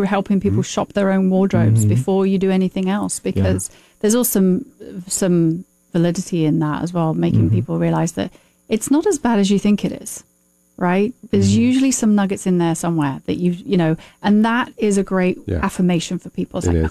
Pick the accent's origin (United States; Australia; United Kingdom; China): United Kingdom